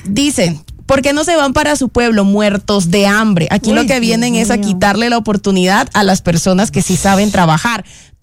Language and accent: Spanish; Caribbean coast, Colombia; por ser costeños